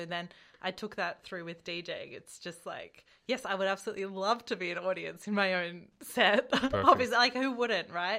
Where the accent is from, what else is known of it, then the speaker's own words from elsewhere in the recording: Bendigo, Victoria, Australia; also born or lived in Castlemaine; Well, this is my home. I was born in Bendigo. My parents lived on a bush block between here and Bendigo. My whole family's from here.